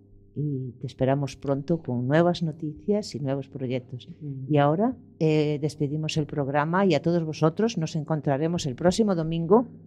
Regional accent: Spain; A un alemán, a un belga, ah, soy española.

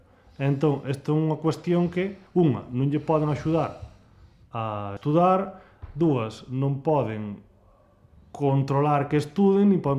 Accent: Laxe, Galicia, Spain; Eu son de Laxe.

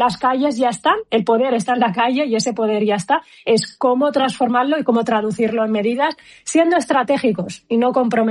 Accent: Western Sahara; la nacionalidad saharaui. Mira, yo obviamente aspiro a la libre determinación de mi pueblo

